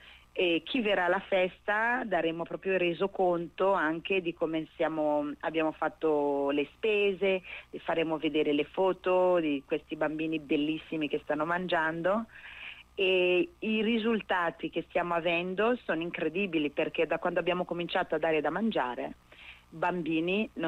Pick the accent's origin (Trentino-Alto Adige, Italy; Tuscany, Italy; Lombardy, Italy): Lombardy, Italy; Brescia; also born or lived in Burundi; io sono di Brescia, sono di origine burundese ma vivo a Brescia da sempre, da quando ero giovane